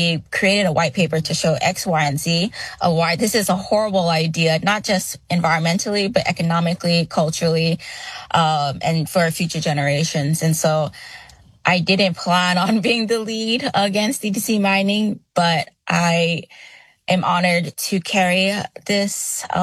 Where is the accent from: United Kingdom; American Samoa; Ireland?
American Samoa; Pago Pago, Eastern District; also born or lived in California, United States; I come from Pango Pango, American Samoa, specifically on the island of Tutuila. I am a Samoan Filipino born in California, so I'm a U.S. citizen. However, I was raised here for almost all my life, and so American Samoa is definitely my home.